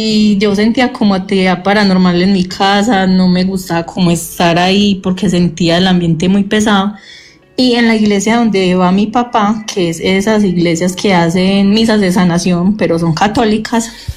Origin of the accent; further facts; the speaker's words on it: Medellín, Antioquia, Colombia; Yo soy de Medellín